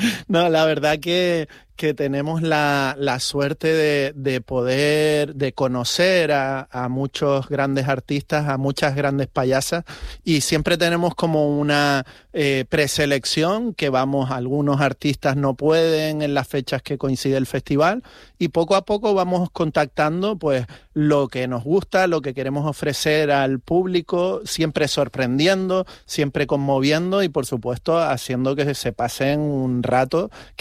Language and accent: Spanish; Canary Islands, Spain; quiero que esto no se lo pierda la gente ahí en Canarias. Entonces, vamos a ver si puedo traer esto a de donde yo soy.